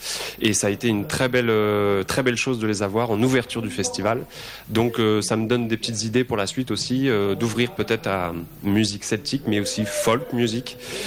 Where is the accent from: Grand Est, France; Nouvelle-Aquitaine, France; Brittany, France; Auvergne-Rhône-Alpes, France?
Brittany, France; now in southern France; moi, je suis originaire de Bretagne.